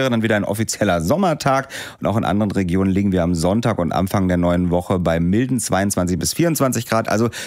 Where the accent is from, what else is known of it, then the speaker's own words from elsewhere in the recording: North Rhine-Westphalia, Germany; Das ist anstrengend für mich als Westfale. Wir sagen halt Mischung.